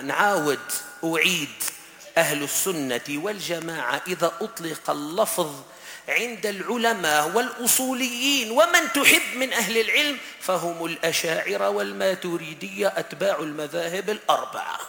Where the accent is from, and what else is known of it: Tunisia